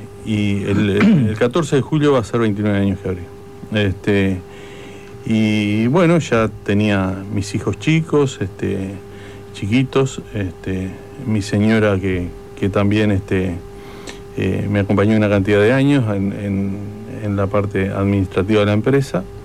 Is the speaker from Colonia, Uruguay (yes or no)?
yes; Rosario, Colonia, Uruguay; moved away as an adult; now in Maldonado, Uruguay; yo soy oriundo de Rosario, del departamento de Colonia.